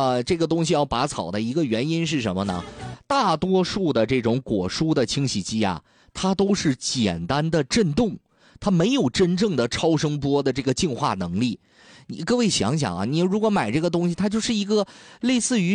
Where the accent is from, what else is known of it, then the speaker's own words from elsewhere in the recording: Dalian, Liaoning, China; 因为我们大连人吃火锅，就是每一个地区吃火锅的人他都有一个从小到大的蘸料味道，